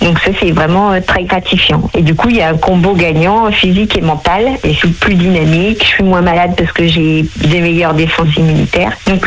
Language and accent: French; Pays de la Loire, France; born there; je suis une vraie sartoise, je suis née en Sarthe.